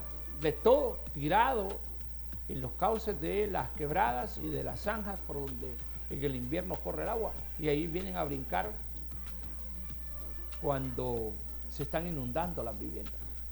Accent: Tegucigalpa, Francisco Morazán, Honduras; lo poco higiénicos que somos los capitalinos.

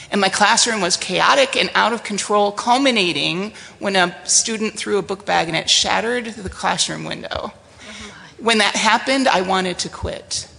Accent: Indiana, United States; born there

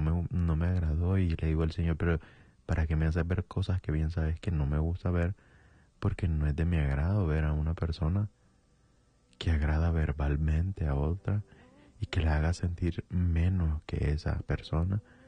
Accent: San Marcos de Colón, Choluteca, Honduras; moved away; allá en San Marcos de Colón, Choluteca. No en Choluteca, me dicen a mí, ¿de dónde sos? De San Marcos de Colón. De departamento de Choluteca

